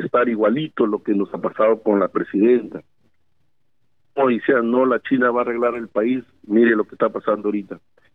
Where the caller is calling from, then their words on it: Olmos, Lambayeque, Peru; mi pueblo de Olmos